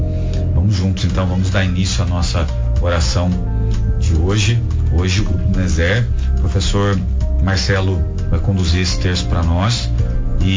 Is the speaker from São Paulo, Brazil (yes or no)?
yes; Lorena, São Paulo, Brazil; eu sou de Lorena.